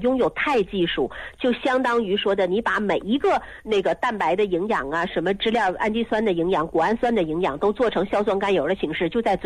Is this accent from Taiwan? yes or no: no; Northeast China, China; moved away; 我们老家就长白山脉